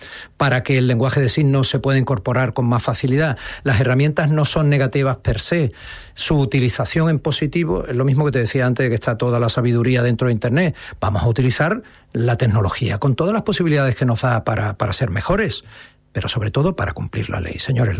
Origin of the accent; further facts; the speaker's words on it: Andalusia, Spain; nuestra naturaleza como andaluces.